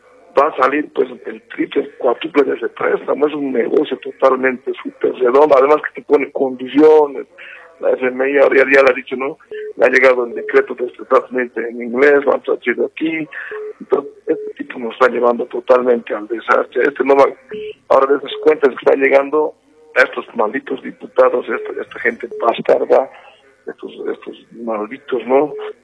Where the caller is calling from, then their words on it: Cochabamba, Bolivia; aquí hablan desde Cochabamba, zona sur.